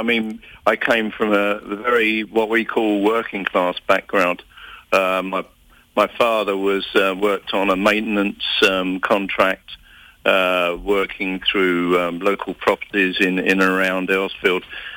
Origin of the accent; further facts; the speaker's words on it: Elsfield, London, United Kingdom; Growing up in Elsfield, London, back in the 50s, I was sort of exposed to music, you know, from the Great American Songbook at that time, obviously.